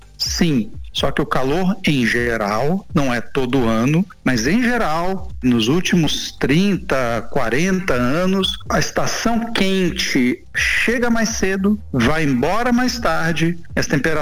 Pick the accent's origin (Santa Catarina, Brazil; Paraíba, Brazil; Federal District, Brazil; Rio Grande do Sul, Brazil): Federal District, Brazil; Brasília; Eu cresci em Brasília, na década de 80.